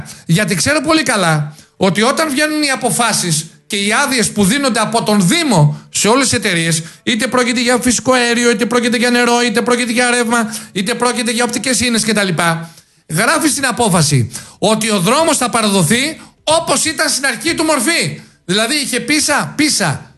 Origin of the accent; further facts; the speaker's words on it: Preveza, Epirus, Greece; Πραγματικά ντρέπομαι και εγώ την κατάγομαι από Πρέβεζα.